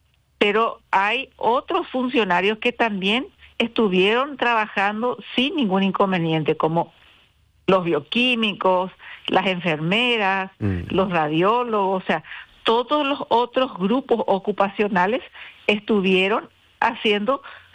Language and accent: Spanish; Encarnación, Itapúa, Paraguay; born there; Sí, nací en Encarnación. Nací el 25 de agosto